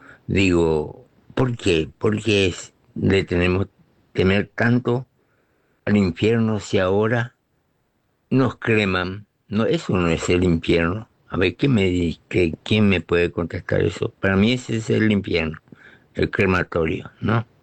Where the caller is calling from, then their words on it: Clorinda, Formosa, Argentina; de Clorinda, Formosa.